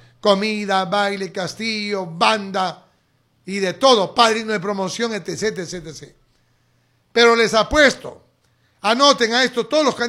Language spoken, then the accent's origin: Spanish; Jamalca, Amazonas, Peru; Yo trabajo pensando en mi pueblo de Jamalca, que confío en mí y que las obras no deben detenerse y deben continuar por el bienestar de todos los jamalquinos.